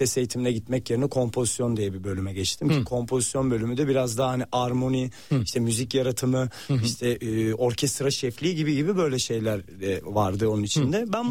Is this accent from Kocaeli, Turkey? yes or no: yes; Gölcük, Kocaeli, Turkey; da Gölcüklü'dür, benim memleketim.